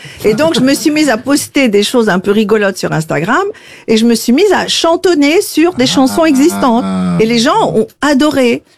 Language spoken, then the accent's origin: French; Neuilly, Île-de-France, France; moved away as an adult; also born or lived in Morocco; now in Beverly Hills, United States; Je suis né au Maroc. Voilà. J'ai grandi à Paris.